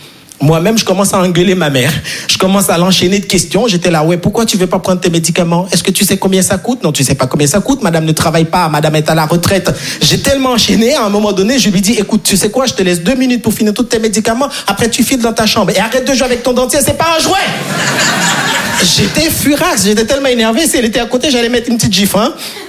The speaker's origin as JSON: {"language": "French", "country": "Haiti", "tie": "born or raised there", "moved": "yes", "said": "Moi je suis très frileux, je vais pas vous mentir, parce que je suis né et grandi en Haïti, et en Haïti on n'a pas les quatre saisons, okay?"}